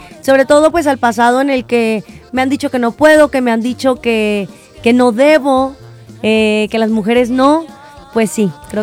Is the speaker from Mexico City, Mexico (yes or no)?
no; Guadalajara, Jalisco, Mexico; moved away; me ha traído acá, a mi tierra tapatía